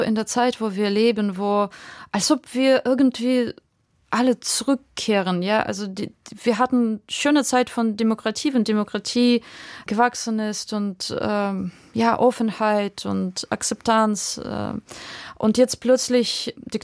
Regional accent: Ukraine; also ich als Ukrainerin, ja, ich habe meinen Schmerz

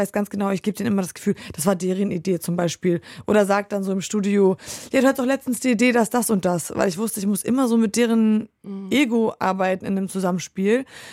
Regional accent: Poland; born or raised there

